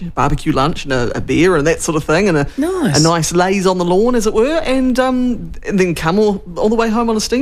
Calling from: Kapiti, Wellington, New Zealand; where I'm from in Kapiti, we're very lucky to have two specific outfits who restore and run heritage rail cars and steam trains and stuff

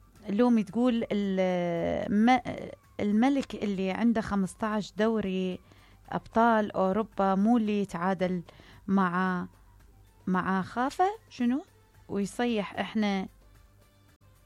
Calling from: Baghdad, Baghdad Governorate, Iraq

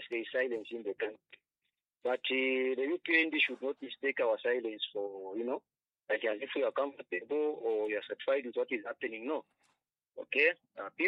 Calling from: Kitwe, Copperbelt, Zambia; calling from Kitwe.

